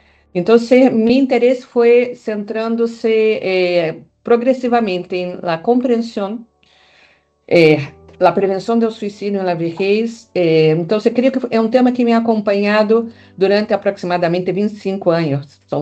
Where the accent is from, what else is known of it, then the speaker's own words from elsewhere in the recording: Rio de Janeiro, Brazil; Spanish is a second language; moved away as an adult; now in Chile; yo no nací en Chile, el acento ahí está. Yo nací en Brasil, en Río de Janeiro, llevo 20 años en Chile, pero acá está mi forma de hablar, que no se cambia.